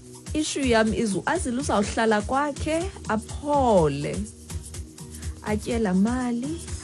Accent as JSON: {"language": "English", "town": "Mthatha", "region": "Eastern Cape", "country": "South Africa", "tie": "born or raised there", "said": "That is my hometown. I love that place."}